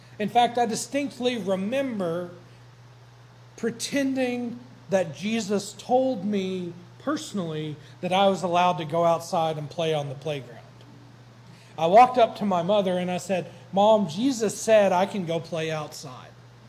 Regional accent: Frankfort, Kentucky, United States; I grew up in Frankfort, Kentucky. That would be the capital. I grew up there

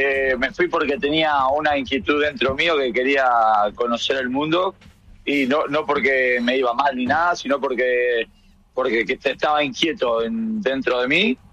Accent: Argentina; moved away; Y yo les cuento a ellos que en mi país el fútbol es más importante que la política y que la religión.

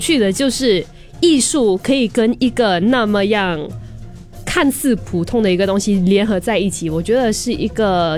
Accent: Singapore; 因为我们新加坡就是双语教育嘛，

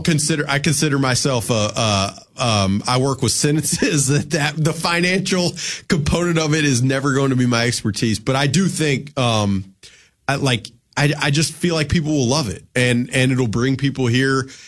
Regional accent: Alabama, United States; now in Minneapolis, United States; I'm from Alabama.

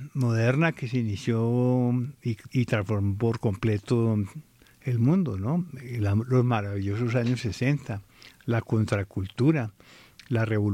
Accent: Bogotá, Colombia; Yo nací en Bogotá, soy bogotano. Mi familia es del Valle de Tuluá y del Líbano, Tolima.

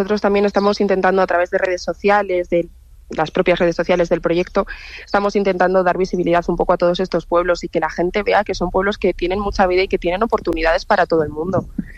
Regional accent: San Miguel del Valle, Castile and León, Spain; yo pertenezco a un pueblo muy pequeñito de Zamora que se llama San Miguel del Valle.

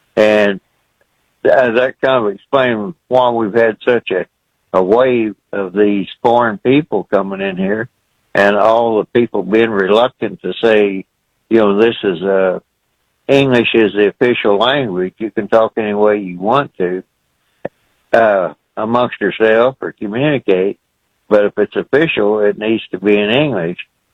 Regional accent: Midwest, United States; We grew up in the Midwest

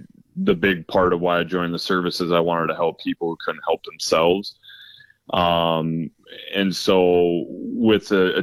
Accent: Aberdeen, South Dakota, United States; I grew up in Aberdeen, South Dakota.

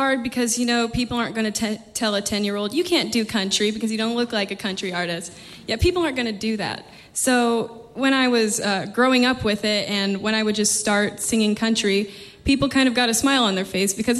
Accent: Tennessee, United States; also born or lived in Kentucky; And I'm from Tennessee. I was born in Kentucky.

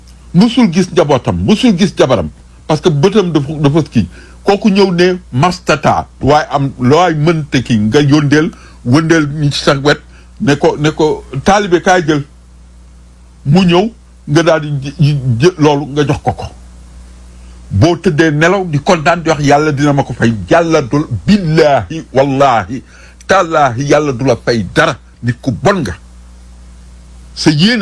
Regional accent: Senegal; en tant que sénégalais

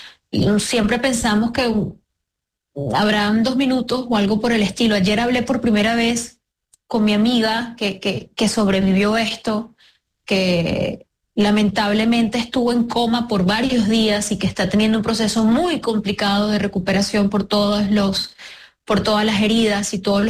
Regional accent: Venezuela; moved away; ¿Y sabes qué me pasa a mí como venezolana migrante?

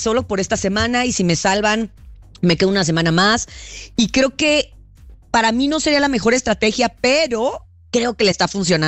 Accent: Los Mochis, Sinaloa, Mexico; Soy originaria de Los Mochis, Sinaloa, tierra de grandes, grandes peloteros.

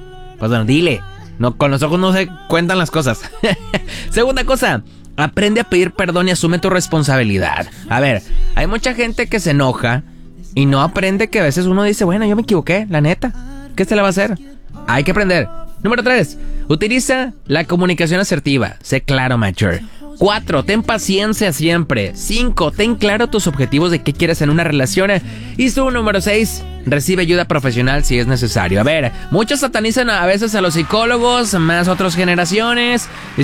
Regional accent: Quilá, Sinaloa, Mexico; now in Culiacán, Mexico; Saluditos hasta mi tierra, Quilá, bonito de allá, me encanta.

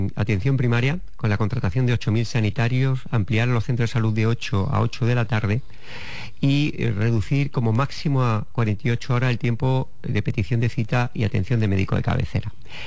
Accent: Córdoba, Andalusia, Spain; y yo soy cordobés, a veces me contengo así, me da mi lado senequista

